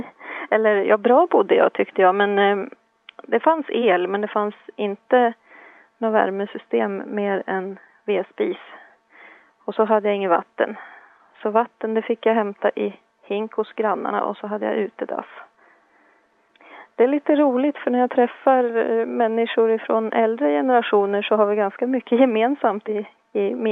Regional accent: Stockholm, Stockholm County, Sweden; moved away; Jag kom ifrån Stockholm.

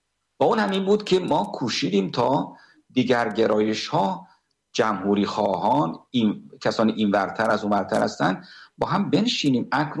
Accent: Iran; خب منم ایرانی هستم،

